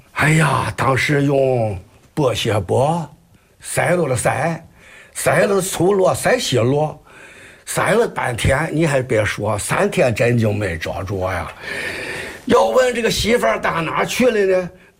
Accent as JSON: {"language": "Chinese", "town": "Qiqihar", "region": "Heilongjiang", "country": "China", "said": "我到天津去吧，天津人不知道我是齐齐哈尔人"}